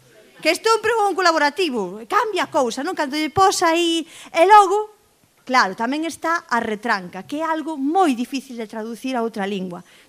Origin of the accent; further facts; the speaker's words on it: Maniños, Galicia, Spain; Miradme a min, que son de Maniño, sabedes onde está.